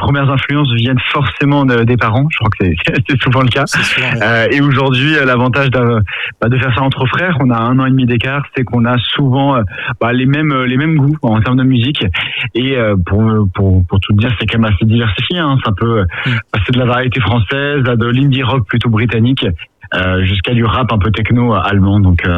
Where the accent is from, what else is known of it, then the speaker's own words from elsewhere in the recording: Paris, Île-de-France, France; Alors nous on est originaire de Paris. On a pas mal voyagé dans notre vie